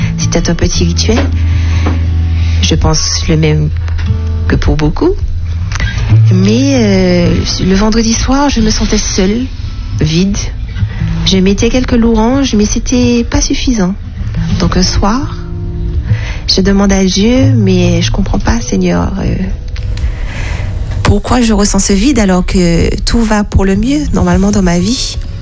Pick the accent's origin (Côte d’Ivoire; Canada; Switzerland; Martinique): Martinique; je suis aussi rentrée chez moi en Martinique, auprès de ma famille.